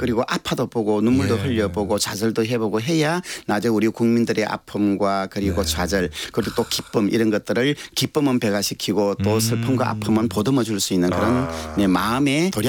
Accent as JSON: {"language": "Korean", "town": "Uiryeong", "region": "South Gyeongsang", "country": "South Korea", "tie": "born or raised there", "moved": "yes", "said": "제 고향에서 매년 이렇게 개최되고 있는"}